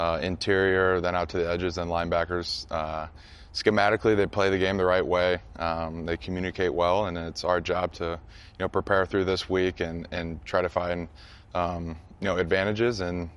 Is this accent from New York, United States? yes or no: no; Iowa, United States; just how I grew up in the Midwest, Iowa's a special place, and just how I was born and raised.